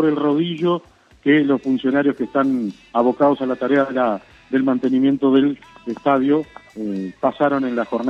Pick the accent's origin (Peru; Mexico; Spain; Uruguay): Uruguay; nosotros los uruguayos